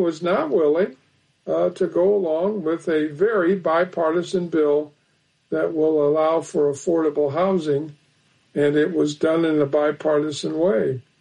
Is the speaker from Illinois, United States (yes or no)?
yes; Peoria, Illinois, United States; in my hometown of Peoria